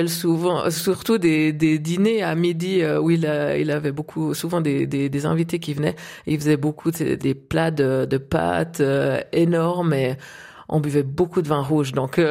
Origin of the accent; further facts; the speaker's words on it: Switzerland; en tant que Suisse.